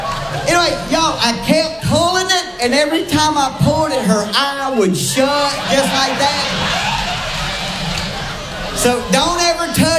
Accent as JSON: {"language": "English", "region": "the South", "country": "United States", "said": "You know, we're from the South. We're nice."}